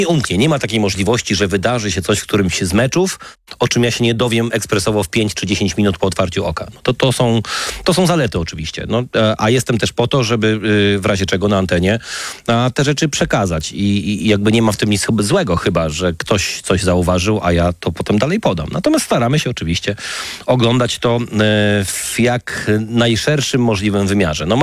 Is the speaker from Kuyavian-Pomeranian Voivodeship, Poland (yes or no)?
no; Wrocław, Lower Silesian Voivodeship, Poland; We Wrocławiu z racji urodzenia, na początku lat 80. wychowywałem się po pierwsze w kulcie koszykarskiego Śląska, będącego najlepszą drużyną w kraju.